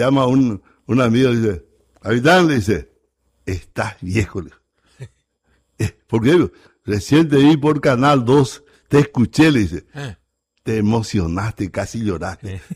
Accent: Paraguay; Y como paraguayo, me siento emocionado y orgulloso de ver una ciudad paraguaya así, hijo. Y lo otro, como paraguayo, tengo vergüenza de tener la capital que tengo.

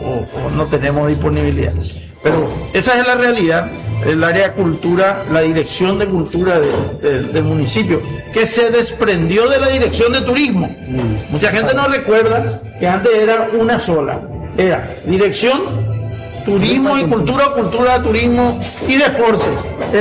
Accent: Paraguay; pero nosotros somos del Paraguay, ya no somos solamente una referencia del sur, porque somos una referencia del Paraguay

